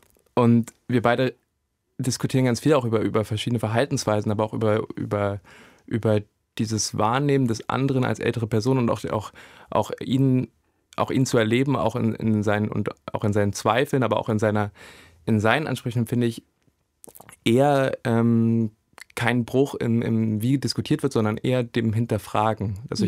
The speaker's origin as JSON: {"language": "German", "region": "Saxony-Anhalt", "country": "Germany", "said": "Ich meine, ich komme aus Sachsen-Anhalt"}